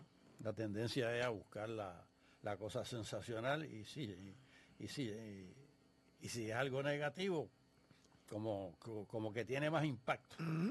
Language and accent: Spanish; Puerto Rico